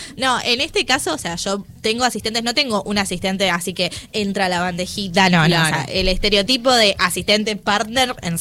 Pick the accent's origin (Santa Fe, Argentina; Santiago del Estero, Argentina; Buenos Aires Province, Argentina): Buenos Aires Province, Argentina; Berazategui; yo soy, como decía, de Berazategui, entonces todo me quedaba lejos.